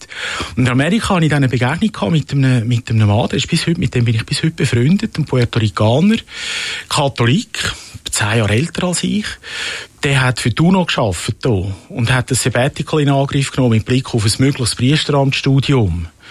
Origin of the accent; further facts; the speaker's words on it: Rümlang, Zurich, Switzerland; Ich bin zu Römlang, wo ich aufgewachsen bin, früh sozialisiert worden